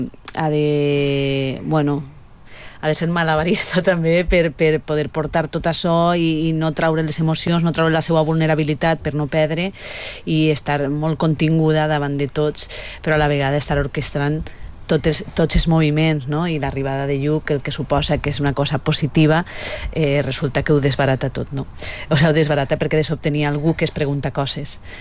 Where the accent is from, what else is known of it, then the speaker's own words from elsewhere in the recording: Valencia, Valencian Community, Spain; Pablo és de Castelló, que també té els seus localismes, que jo sóc de València capital, tinc uns altres